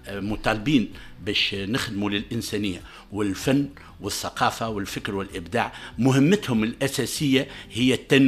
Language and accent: Arabic; Mellita, Medenine, Tunisia; مليطة، مليطة الأبية، مليطة أصلي مليتا. أنا انطلقت من مليتا ثم من جزيرة جربة ثم احنا توانسة. احنا تونس